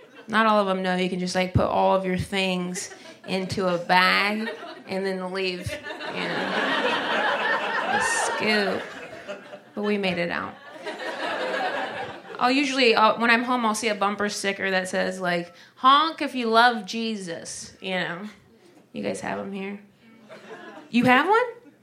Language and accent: English; Ohio, United States; Whenever I'm home in Ohio, I'm from Ohio, so...